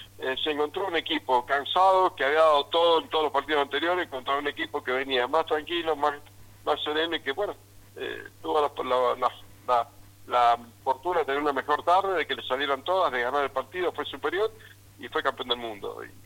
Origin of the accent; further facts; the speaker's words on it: Argentina; a nosotros como argentinos